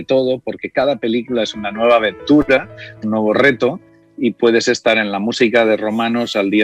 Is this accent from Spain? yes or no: yes; Valencian Community, Spain; porque como alicantino, valenciano, estas raíces de Salitre y de la Marina, que donde yo me crié en la infancia